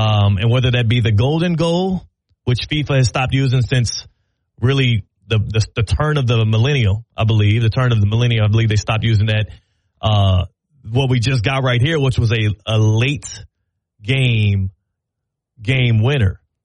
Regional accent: Houston, Texas, United States; now in West Palm Beach, United States; my hometown of Houston, Texas.

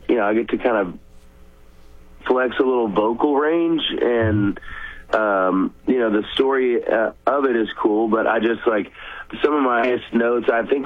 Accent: San Antonio, Texas, United States; now in Granbury, United States; I grew up in San Antonio, Texas. I'm currently living in Granbury, which is just south of Fort Worth up in North Texas.

